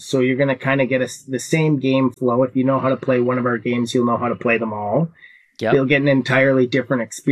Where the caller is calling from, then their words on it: Saskatoon, Saskatchewan, Canada; I'm calling from Saskatoon, Saskatchewan, Canada.